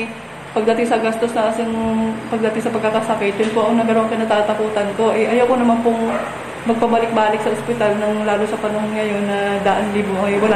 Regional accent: Calapan, Mimaropa, Philippines; ho ng Bayanan Uno.

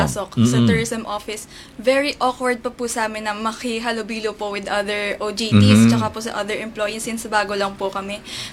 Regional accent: Lucena, Calabarzon, Philippines; Taga Barangay Cota po ako.

